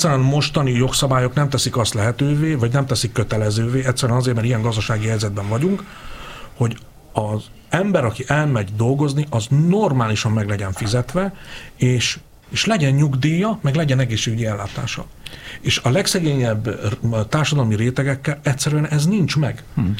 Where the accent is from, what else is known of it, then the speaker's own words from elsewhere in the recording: Hungary; Hogy ennyit ott egyfelől vidéken születtem, ebben nőttem fel, tehát én nagyon jól látom.